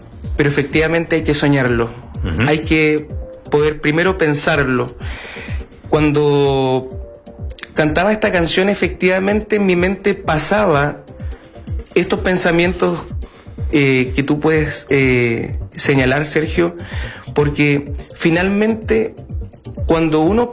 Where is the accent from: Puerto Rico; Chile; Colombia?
Chile